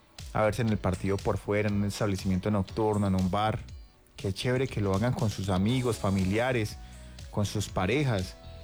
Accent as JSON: {"language": "Spanish", "country": "Colombia", "said": "nos reúne como colombianos."}